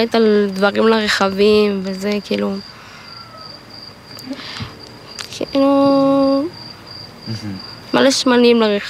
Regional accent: Kiryat Shmona, Northern District, Israel; moved away as an adult; now in Katzrin, Israel; אני מקצרין, אבל במקור מקריית שמונה. התפניתי בשביל העשירי, מקריית שמונה הייתי גר.

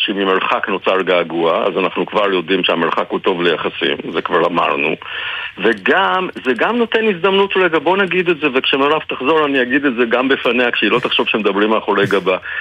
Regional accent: Jerusalem, Jerusalem District, Israel; נגיד שאני גדלתי בירושלים והייתי בא עם זוג נעליים פעם בשנה

